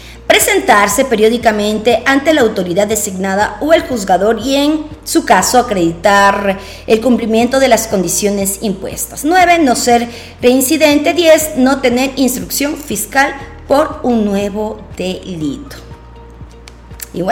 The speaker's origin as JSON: {"language": "Spanish", "country": "Ecuador", "said": "seguimos nosotros como ecuatorianos a la espera."}